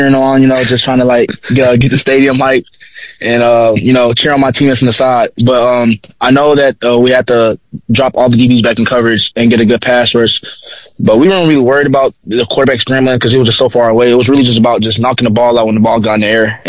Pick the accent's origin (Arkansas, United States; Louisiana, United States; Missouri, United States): Arkansas, United States; Little Rock; I came to Concordia because, I'm originally on from Little Rock, Arkansas